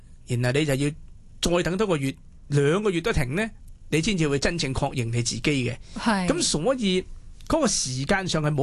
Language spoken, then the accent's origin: Cantonese; Hong Kong